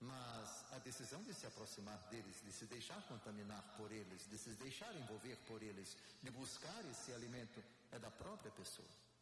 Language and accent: Portuguese; Maceió, Alagoas, Brazil; Maceió, minha terra?